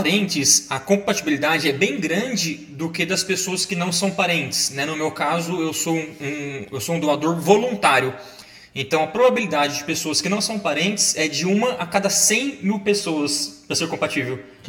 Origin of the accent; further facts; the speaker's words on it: Brasilândia, Mato Grosso do Sul, Brazil; moved away as an adult; now in Três Lagoas, Brazil; Não era de Três Lagoas, vim de Brasilândia, faz 8 anos que estou na cidade, vim para trabalho e fiquei.